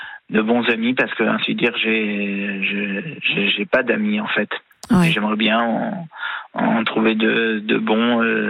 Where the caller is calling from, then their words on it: Pierrefeu-du-Var, Provence-Alpes-Côte d'Azur, France; j'ai 26 ans, je suis autiste Asperger, je suis quelqu'un de très gentil, j'habite à Pierrefeu-du-Var